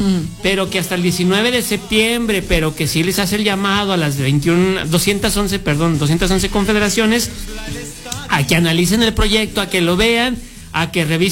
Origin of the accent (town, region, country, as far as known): Mexico